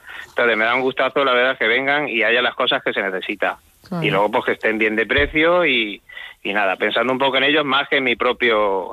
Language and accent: Spanish; Agudo, Castilla-La Mancha, Spain; decidí apostar por lo rural, apostar por mi pueblo.